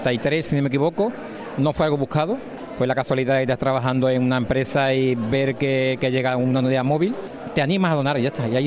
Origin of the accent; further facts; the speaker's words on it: Spain; los dos somos españoles